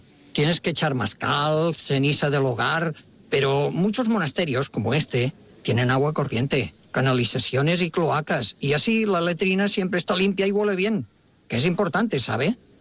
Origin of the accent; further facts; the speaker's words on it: France; Sí, sí, oiga, que soy francés